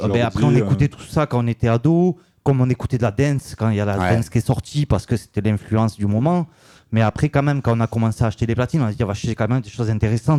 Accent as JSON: {"language": "French", "town": "Toulouse", "region": "Occitanie", "country": "France", "said": "De Toulouse. Je suis toulousain. Je suis un pur toulousain."}